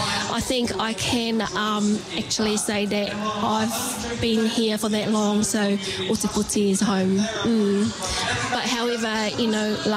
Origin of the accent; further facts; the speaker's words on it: Avarua, Rarotonga, Cook Islands; moved away as an adult; also born or lived in Mitiaro, Cook Islands; now in Dunedin, New Zealand; grew up born, bred back in the Cook Islands. In particular, I was born in Metiaro and then grew up in Rarotonga, did all my schooling in Rarotonga and then came over to Aotearoa.